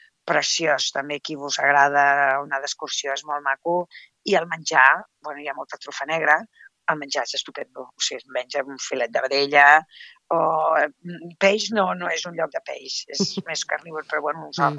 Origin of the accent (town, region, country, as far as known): Tarragona, Catalonia, Spain; also born or lived in Morella